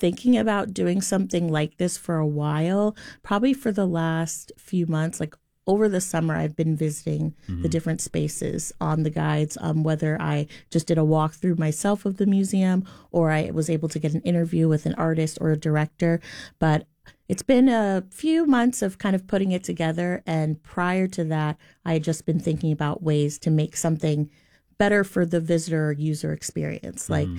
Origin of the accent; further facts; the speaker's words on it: Tampa, Florida, United States; I'm from Tampa. I'm a Tampa native.